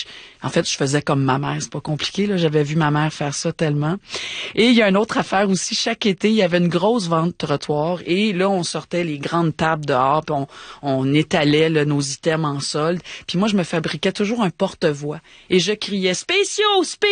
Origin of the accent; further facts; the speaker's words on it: Montreal, Quebec, Canada; puis tellement qu'elle avait une boutique de vêtements à Villemar, dans le sud-ouest de Montréal, là où j'ai grandi.